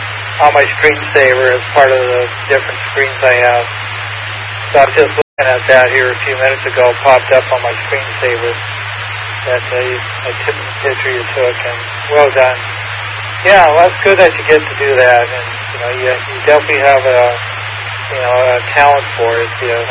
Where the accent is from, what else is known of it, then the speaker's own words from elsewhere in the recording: Renton, Washington, United States; You know, I grew up in Renton, we were back in the hills above Renton there up in the...